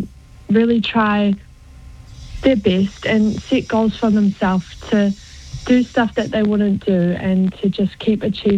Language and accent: English; Samoa; I am from Samoa. My family is from Samoa.